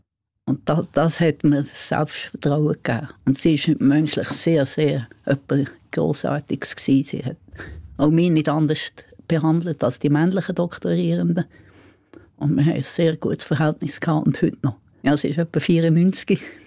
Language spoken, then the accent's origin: German; Solothurn, Switzerland; Ich bin zwar nicht Berner, ich bin Solothurner